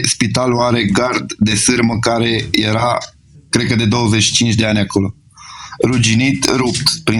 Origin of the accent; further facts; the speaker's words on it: Târnăveni, Mureș County, Romania; acolo am copilărit 16 ani în Târnăveni